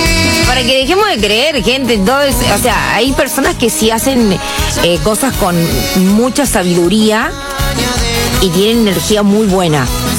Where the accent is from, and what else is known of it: Trenque Lauquen, Buenos Aires Province, Argentina